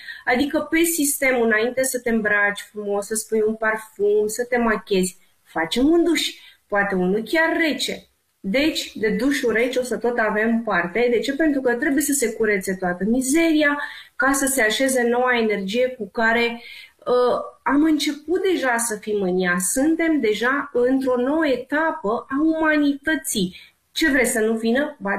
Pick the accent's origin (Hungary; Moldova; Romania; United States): Romania; noi credem, ca și români, că doar în România avem taxe